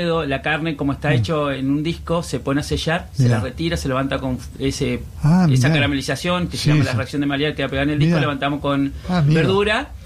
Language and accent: Spanish; Viale, Entre Ríos, Argentina; born there; Yo soy nacido en Viale, a 50 kilómetros de la capital de la provincia de Entre Ríos, en Paraná, ahí en el centro oeste de nuestra querida provincia.